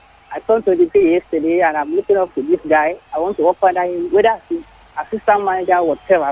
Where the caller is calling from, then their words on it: Ogun, Nigeria; I'm calling from Ogun